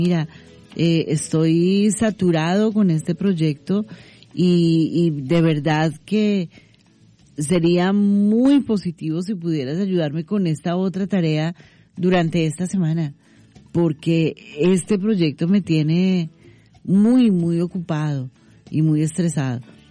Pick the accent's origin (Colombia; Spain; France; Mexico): Colombia